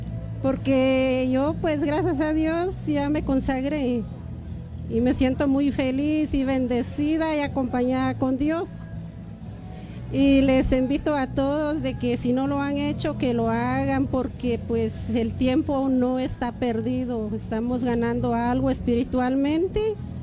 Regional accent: Guatemala; now in Los Angeles, United States; Soy de Guatemala, pero radico aquí en Los Ángeles.

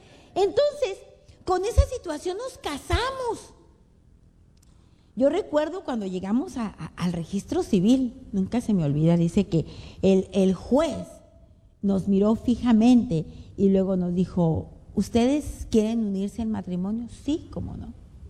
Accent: Monterrey, Nuevo León, Mexico; nosotros somos de Monterrey.

